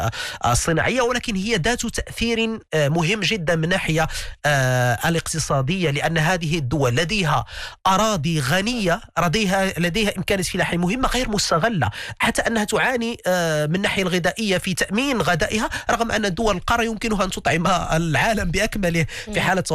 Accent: Morocco; لأننا نحن مغاربة

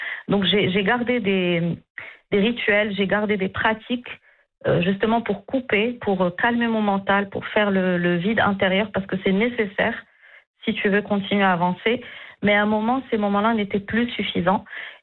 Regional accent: Morocco; born or raised there; moved away

